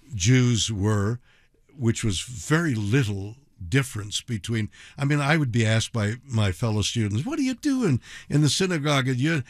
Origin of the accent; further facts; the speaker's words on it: Montreal, Quebec, Canada; born there; Well, I was born in Montreal, French Canada, and there it's a very Catholic, it was in those years, very enclosed